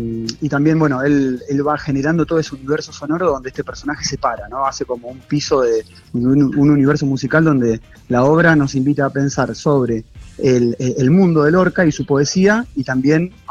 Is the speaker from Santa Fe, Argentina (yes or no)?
yes; Rosario, Santa Fe, Argentina; moved away; yo soy de Rosario